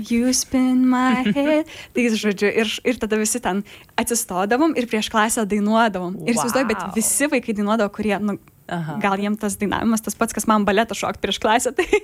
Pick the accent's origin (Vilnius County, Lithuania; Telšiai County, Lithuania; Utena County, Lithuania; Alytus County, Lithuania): Vilnius County, Lithuania; Vilnius; mano vaikystė buvo Vilniuje.